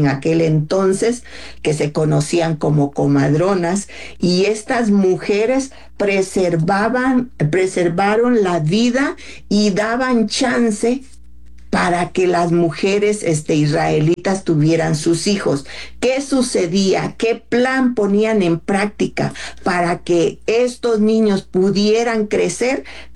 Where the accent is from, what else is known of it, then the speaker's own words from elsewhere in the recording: Mexico; nosotros como mexicanos